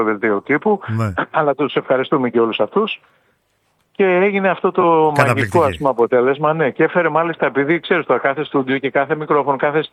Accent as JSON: {"language": "Greek", "town": "Kefalonia", "region": "Ionian Islands", "country": "Greece", "said": "Εγώ είμαι από την Κεφαλονιά, ναι."}